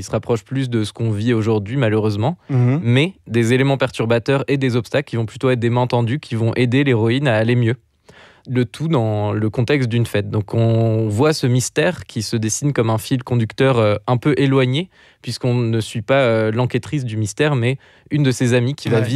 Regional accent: France; Je suis français

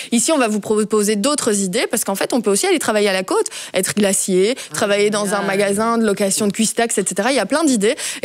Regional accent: Belgium; on est belge, on est fiers d'être belge

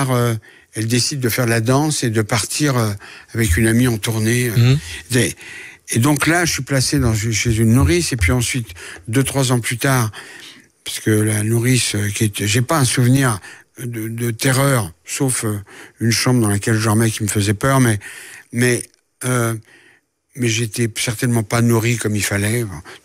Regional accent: France; born there; elle a traversé l'Atlantique, et je suis né en France avec elle.

